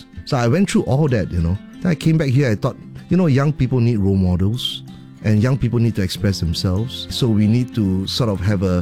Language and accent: English; Singapore; I mean, I'm Singaporean and growing up in Singapore, you know, when I was 16, as I said, you know, in church I learned music